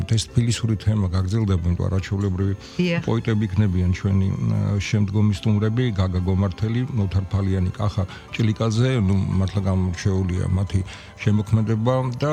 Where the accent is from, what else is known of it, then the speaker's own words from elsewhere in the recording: Tbilisi, Georgia; born there; მე მიყვარს ყველა ქალაქი, მაგრამ თბილისი მიყვარს, იმიტომ რომ აქ დავიბადე